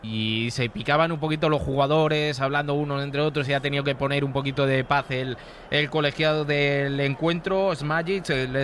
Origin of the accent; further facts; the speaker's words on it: Móstoles, Community of Madrid, Spain; Nosotros somos de Móstoles y de Ganeja.